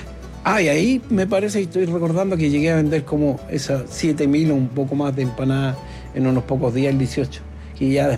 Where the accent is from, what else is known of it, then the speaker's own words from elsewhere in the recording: Chile; Bueno, somos los chilenos.